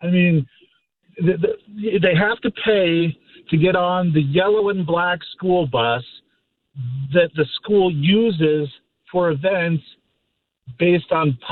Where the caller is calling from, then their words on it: Orange County, California, United States; we live in Orange County, California, the Capistrano Unified School District